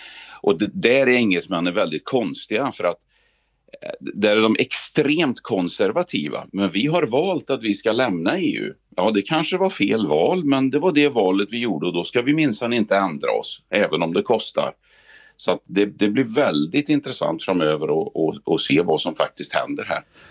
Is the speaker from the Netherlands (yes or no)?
no; Sweden; now in England, United Kingdom; men du pratar ju med mig, jag är ju svensk.